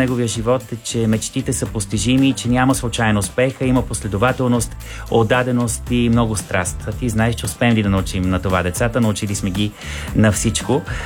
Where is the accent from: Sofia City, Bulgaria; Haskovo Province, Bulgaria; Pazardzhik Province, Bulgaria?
Pazardzhik Province, Bulgaria; Pazardzhik; ми беше важно да гледам спектакъла точно в Пазарджик. Защото и друг път съм споделял с вас и с нашите слушатели, че това е моя роден град.